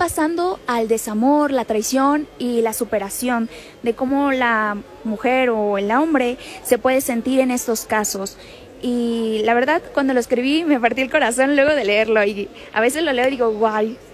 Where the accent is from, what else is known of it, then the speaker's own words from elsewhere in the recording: Chetumal, Quintana Roo, Mexico; Bueno, soy de Chetumal, Quintana Roo. Vengo desde muy lejos para acá. Y muchas gracias. Tengo 23 años, no hace mucho recién cumplidos.